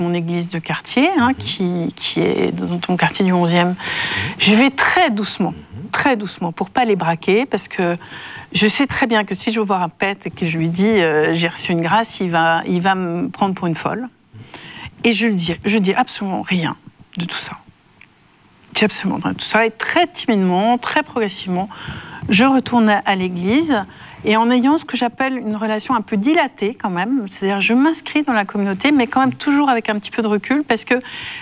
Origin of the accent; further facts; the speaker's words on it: Nancy, Grand Est, France; toute cette société bourgeoise qui à Nancy, ma ville natale, qui prétendait être catholique